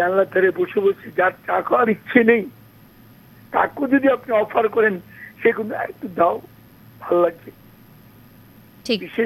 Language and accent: Bangla; India; আমাদের ভারতবর্ষের মধ্যে